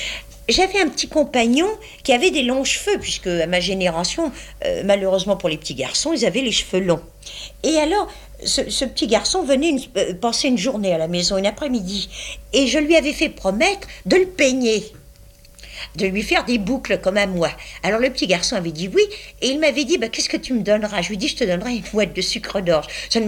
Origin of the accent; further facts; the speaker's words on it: Normandy, France; Et j'aime les Anglais, je suis normande, ma mère.